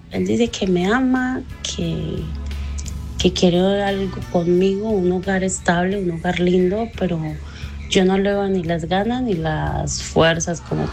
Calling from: Medellín, Antioquia, Colombia; Soy de Medellín.

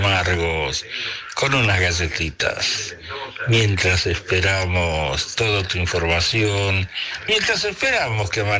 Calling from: Morón, Buenos Aires Province, Argentina; Vivo en Morón

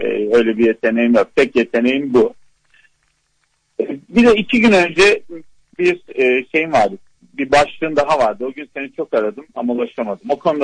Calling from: Diyarbakır Province, Turkey; Hoş Diyarbakır'dan aradım.

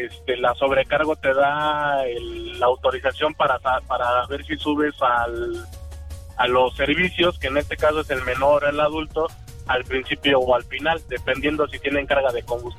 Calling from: Chimalhuacán, State of Mexico, Mexico; Soy de Chimalhuacán

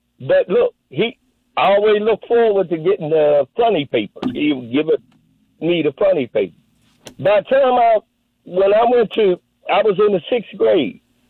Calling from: Baltimore, Maryland, United States; I'm calling from Baltimore. East.

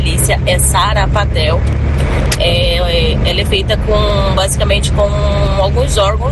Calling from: Cuiabá, Mato Grosso, Brazil; Falo aqui de Cuiabá, Mato Grosso.

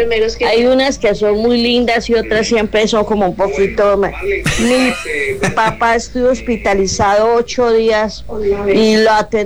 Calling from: Colombia; Del barrio La Unión.

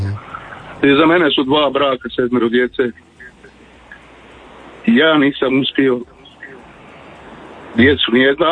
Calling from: Našice, Osijek-Baranja County, Croatia; ja sam iz Našica, imamo to Vata jezero Lapovac, evo tu se kupamo i to.

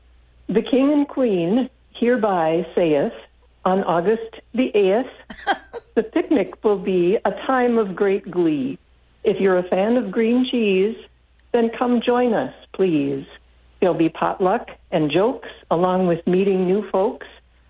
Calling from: Bemidji, Minnesota, United States; I'm calling from Bemidji

